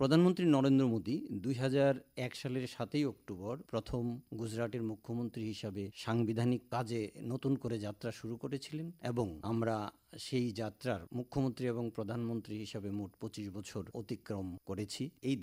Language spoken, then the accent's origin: Bangla; India; আমরা দেশের যারা ভারতীয় আমরা রয়েছি, আমাদের প্রত্যেকের উচিত যে এই সমস্ত প্রকল্পগুলিতে এগিয়ে যাওয়া।